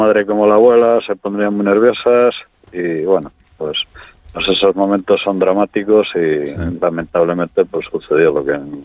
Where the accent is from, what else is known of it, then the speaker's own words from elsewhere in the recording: Venta de Baños, Castile and León, Spain; born there; Yo, mira, soy nacido aquí en Venta de Baños, sí.